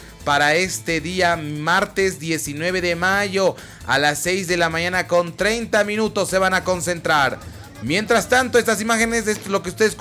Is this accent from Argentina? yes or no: no; Bolivia; yo como ciudadano boliviano lloro.